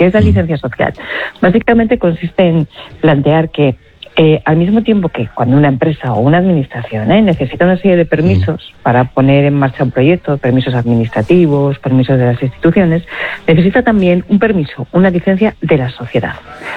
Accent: Aragon, Spain; fíjate, yo soy aragonesa, en el Pirineo muchos valles fueron anegados

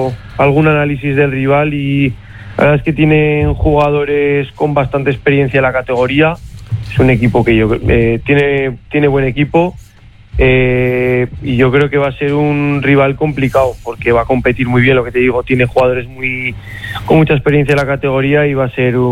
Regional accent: Zaragoza, Aragon, Spain; yo desde pequeño pues he seguido al Zaragoza, soy de Zaragoza

